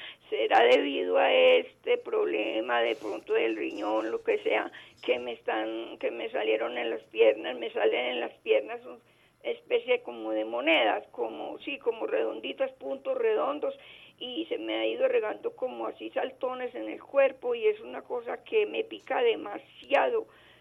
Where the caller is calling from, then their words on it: Jardín, Antioquia, Colombia; Yo soy de Jardín, Antioquia